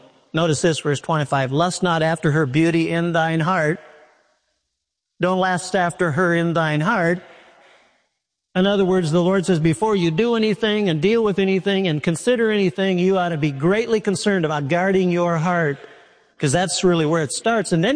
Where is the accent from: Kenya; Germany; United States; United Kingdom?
United States; Minneapolis, Minnesota; born or raised there